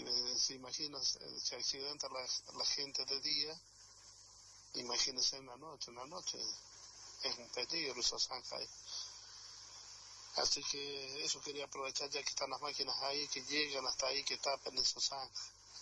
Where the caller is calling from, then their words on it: Huaco, San Juan, Argentina; Soy un vecino de Guaco